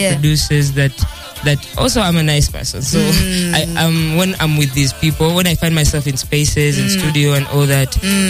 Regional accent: Jinja, Eastern Region, Uganda; I grew up in Jinja, much as I'm a Soga, but I grew up there.

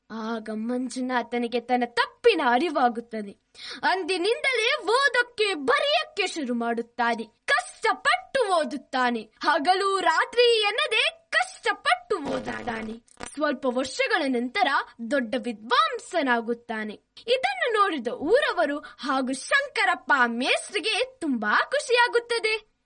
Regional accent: Moodbidri, Karnataka, India; ನಾನು ಮೂಡಬಿದ್ರೆಯಿಂದ ಬಂದಿದ್ದೇನೆ.

